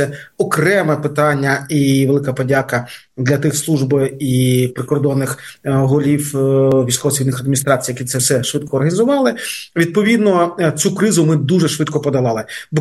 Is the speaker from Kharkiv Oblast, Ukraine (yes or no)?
yes; Kharkiv Oblast, Ukraine; also born or lived in Kupiansk; в місті Харкові, в моєму рідному Харкові.